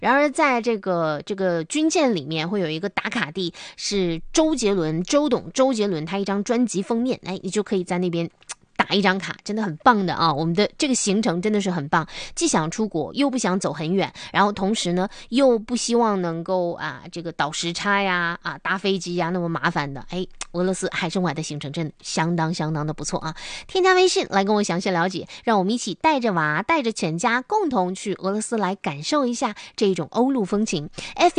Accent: Northeast China, China; 这也真的是独属于我们东北人的一种浪漫吧

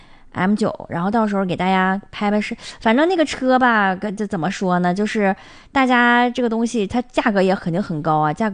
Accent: Northeast China, China; 咱们东北人

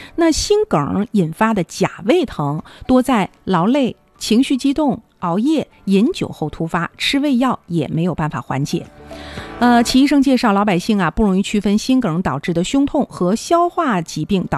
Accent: Harbin, Heilongjiang, China; 对于咱们哈尔滨人来说呀

